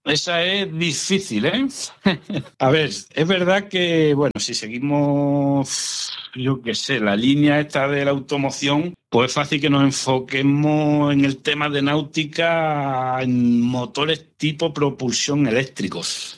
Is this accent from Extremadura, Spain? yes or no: yes; Extremadura, Spain; la zona nuestra de Extremadura